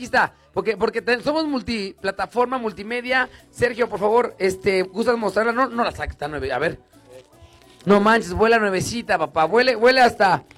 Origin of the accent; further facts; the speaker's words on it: Mexico; somos mexicanos, ganemos o perdamos, ya ganamos por el simple hecho de ser mexicanos